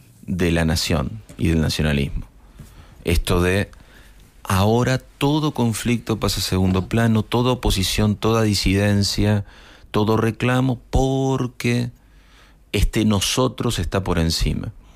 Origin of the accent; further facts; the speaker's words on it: Argentina; Las Malvinas están en todos lados en mi país.